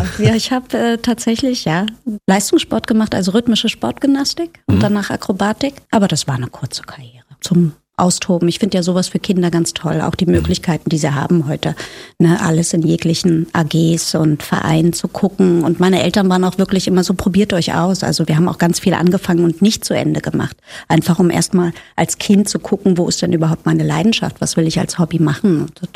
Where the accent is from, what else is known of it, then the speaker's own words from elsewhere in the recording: Potsdam, Brandenburg, Germany; also born or lived in Zehdenick; now in Berlin, Germany; Hier Zedenick geboren, Potsdam aufgewachsen und dann in den Osten von Berlin gezogen, immer noch aus hier.